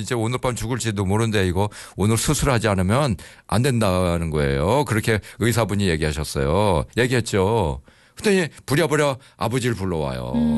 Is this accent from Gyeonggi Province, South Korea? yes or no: yes; Yongin, Gyeonggi Province, South Korea; 저는 이제 경기도 용인구 내사면 양지리 437번지라는 아주 시골 마을에서 태어났어요. 대학교 가는 것이 그 마을에서 저밖에 없었어요.